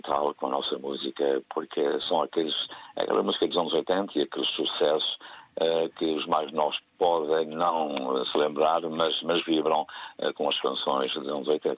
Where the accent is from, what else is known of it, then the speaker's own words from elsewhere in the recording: Azores, Portugal; moved away as an adult; now in United States; regressar à minha ilha, porque nasci nos Açores.